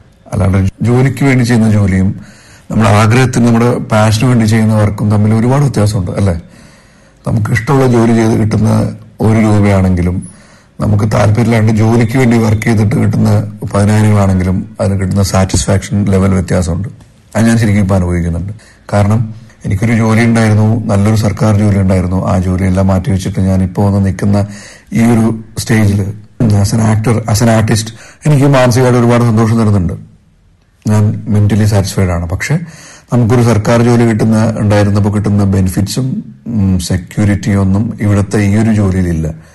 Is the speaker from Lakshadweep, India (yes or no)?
yes; Andrott, Lakshadweep, India; ലക്ഷദ്വീപിലെ ആന്ധ്രദ്വീപ് സ്വദേശിയാണ്.